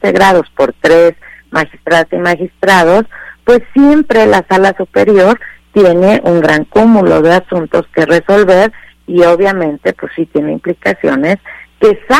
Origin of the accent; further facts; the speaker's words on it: Mexico; Me parece que como mexicanas y mexicanos sí tenemos que estar muy